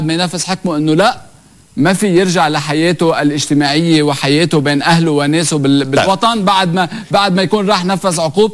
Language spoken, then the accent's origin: Arabic; Lebanon; أنا كنائب لبناني قبل ما أكون سني